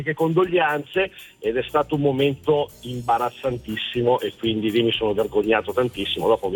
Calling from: Cornaredo, Lombardy, Italy; da Cornaredo.

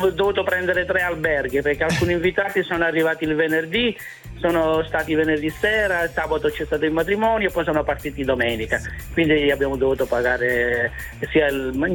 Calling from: Rossano, Calabria, Italy; Io sono di Rossano Calabro, provincia di Cosenza. Mm-hmm. Però mi sono sposato in Sicilia, a Scicli.

